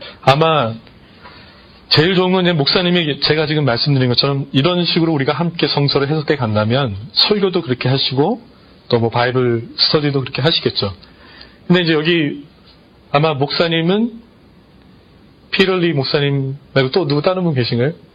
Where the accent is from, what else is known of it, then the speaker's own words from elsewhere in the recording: South Korea; moved away as an adult; 한국 사람들은 정말 레이시스트예요. 나 자신을 포함해서.